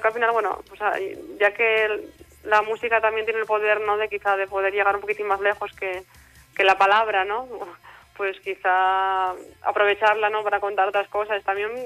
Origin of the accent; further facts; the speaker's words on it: Asturias, Spain; Y a mí me sorprendió que yo no fuera, siendo sobre todo asturiana, ¿no?